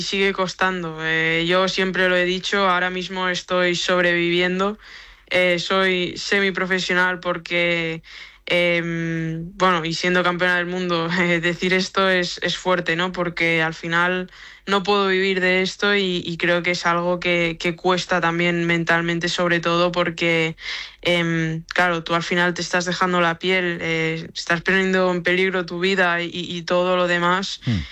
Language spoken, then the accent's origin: Spanish; Lloret de Mar, Catalonia, Spain; also born or lived in Blanes; Sí, nací en Blanes, pero bueno, de siempre he estado en Lloret y bueno, o sea, es mi pueblo, Lloret de Mar.